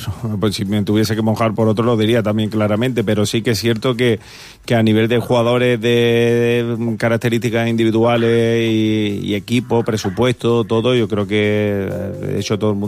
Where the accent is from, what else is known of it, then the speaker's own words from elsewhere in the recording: Cádiz, Andalusia, Spain; also born or lived in Almería; Yo soy gaditano, almeriense, andaluz y muy español.